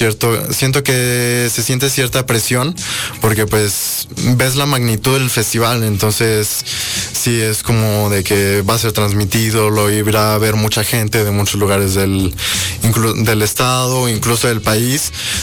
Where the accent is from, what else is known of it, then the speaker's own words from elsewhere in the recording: León, Guanajuato, Mexico; Soy de aquí, de León, Guanajuato.